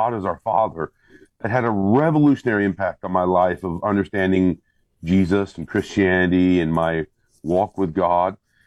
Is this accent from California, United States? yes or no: no; Illinois, United States; Grew up, born and raised in Northern Illinois.